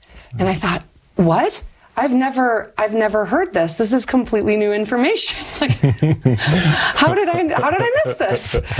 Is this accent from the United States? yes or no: yes; Michigan, United States; born or raised there